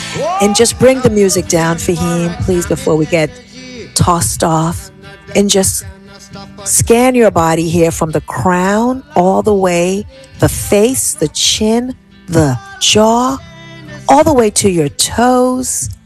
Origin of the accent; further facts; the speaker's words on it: Jamaica; Yes, I am biased because I am Jamaican, born and bred.